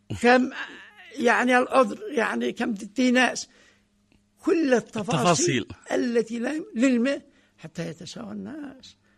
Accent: Yemen; نحن بلد حضاري ومتمدن وبلد زراعي مستقر تمام. فاليمن الأصل فيها أنها بلد زراعي

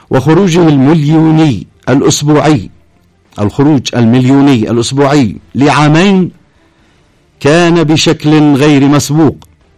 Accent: Yemen

